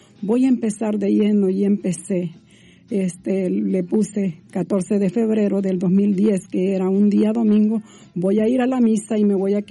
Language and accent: Spanish; El Salvador; moved away as an adult; Cuando yo tenía 15 años hice mi primer retiro de iniciación que estaba en mi país, El Salvador, y pues después viajé a los 18 años, me vine para este país.